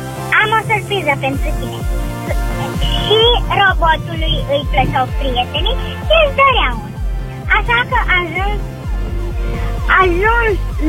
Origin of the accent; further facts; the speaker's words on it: Bucharest, Romania; și am 8 ani și 7 luni și sunt din București.